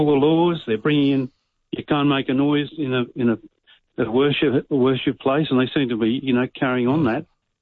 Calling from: Canberra, Australian Capital Territory, Australia; I've got just an Aboriginal descent. I'm 3%. I'm from the Canberra area.

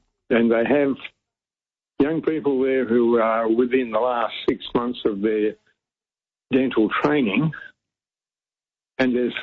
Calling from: Hobart, Tasmania, Australia; You know, I'm calling from Hobart, and since I've been living in the Hobart area, I've been going to, I guess you'd call it a dental clinic

